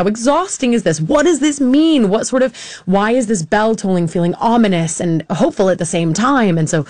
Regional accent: Salzburg, Austria; I am half Austrian and I come from Salzburg

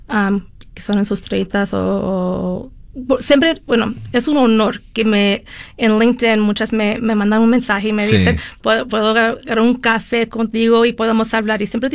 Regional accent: Mexico; moved away as an adult; now in Utah, United States; No, yo soy católica, mexicana, no sabía nada de Utah.

